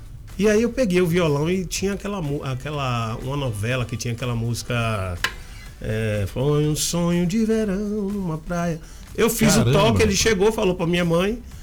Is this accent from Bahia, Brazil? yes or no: yes; Bahia, Brazil; Mas eu sou da Mangabinha.